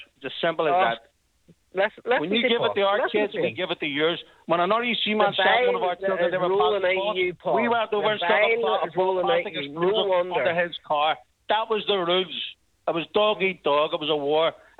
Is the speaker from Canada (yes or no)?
no; Belfast, Northern Ireland, United Kingdom; when we were children growing up in West Belfast